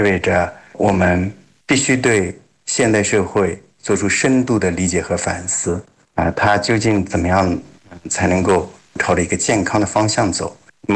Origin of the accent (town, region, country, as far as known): China